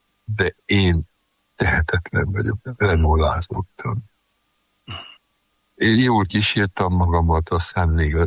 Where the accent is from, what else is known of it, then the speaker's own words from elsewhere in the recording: Sopron, Győr-Moson-Sopron, Hungary; hát soproni vagyok